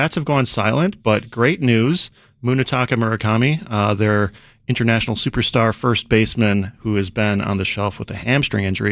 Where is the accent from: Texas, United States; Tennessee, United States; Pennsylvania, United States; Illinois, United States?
Illinois, United States; Burbank; I'm from Burbank in the southwest suburbs, which is a largely Polish-American and Polish immigrant community.